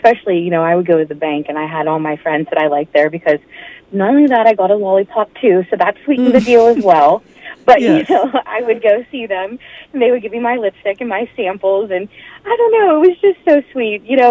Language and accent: English; Pennsylvania, United States; Yes, I grew up south of Pittsburgh.